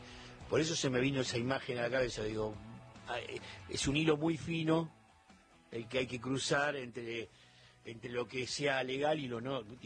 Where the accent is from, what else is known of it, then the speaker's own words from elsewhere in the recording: Argentina; lamentablemente somos argentinos